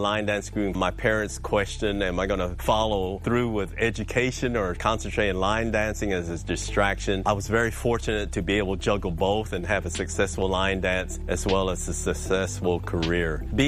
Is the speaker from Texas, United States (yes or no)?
yes; Houston, Texas, United States; I was born and raised in Houston. My roots are here.